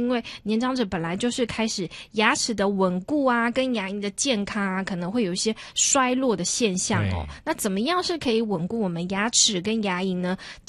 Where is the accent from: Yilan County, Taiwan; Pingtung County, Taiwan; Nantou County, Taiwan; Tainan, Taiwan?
Yilan County, Taiwan; 在我们宜兰啊